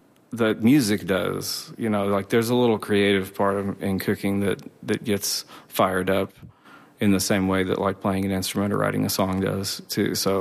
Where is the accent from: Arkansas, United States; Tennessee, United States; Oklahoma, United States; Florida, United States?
Oklahoma, United States; Bearden; growing up in Bearden, not even Okemah